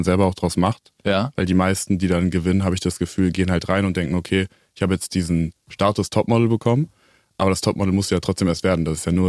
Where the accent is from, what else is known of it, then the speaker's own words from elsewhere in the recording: Melsungen, Hesse, Germany; In Kassel, also Nähe Kassel, Melsungen heißt das.